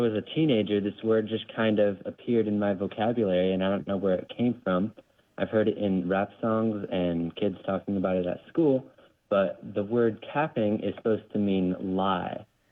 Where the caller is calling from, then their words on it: Nevada, United States; I'm calling you from Nevada